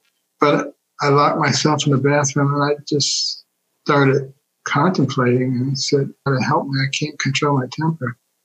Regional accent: Detroit, Michigan, United States; also born or lived in Ann Arbor / Baltimore; Well, I grew up in Detroit, a very liberal city, medical school in Ann Arbor, a very liberal city, and then to internship residency in Baltimore, a very liberal city.

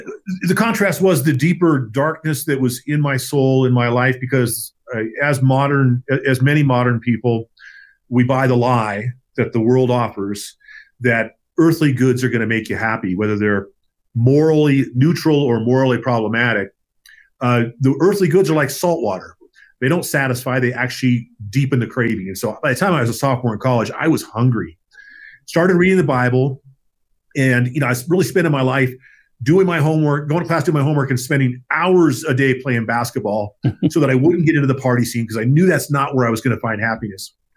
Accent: Ventura, California, United States; moved away as an adult; Went home to my hometown in Ventura, California

